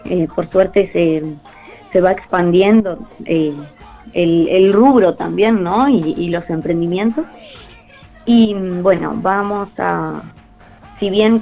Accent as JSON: {"language": "Spanish", "town": "Estación Atlántida", "region": "Canelones", "country": "Uruguay", "said": "acá, de mi pueblo, de Estación Atlántida"}